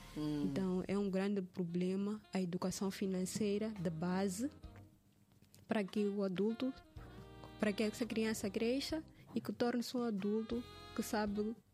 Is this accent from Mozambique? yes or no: yes; Mozambique